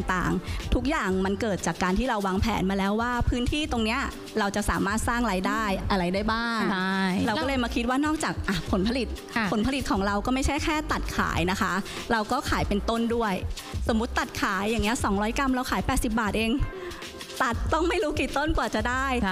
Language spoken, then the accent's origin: Thai; Bangkok, Thailand; born there; กับพี่แหม่มเราเป็นคนกรุงเทพสองคนเลยโดยกำเนิดเราไม่มีทรัพยากรใดๆเป็นต้นทุน